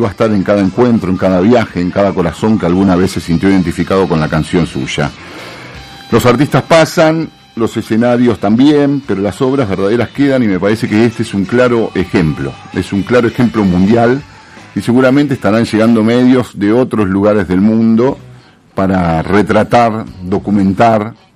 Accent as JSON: {"language": "Spanish", "region": "Santa Fe", "country": "Argentina", "said": "los santafesinos, cuando nos queremos abrazar, nos podemos abrazar"}